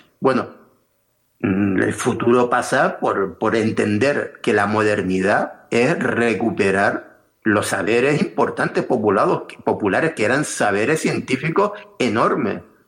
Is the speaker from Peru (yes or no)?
no; Tenerife, Canary Islands, Spain; also born or lived in Fuerteventura; yo me fui a Fuerteventura, yo soy de Tenerife, pero me fui a trabajar a Fuerteventura en 1977